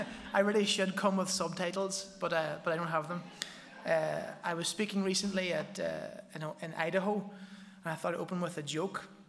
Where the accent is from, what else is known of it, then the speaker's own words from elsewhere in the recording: Ireland; It has to be the Irish guy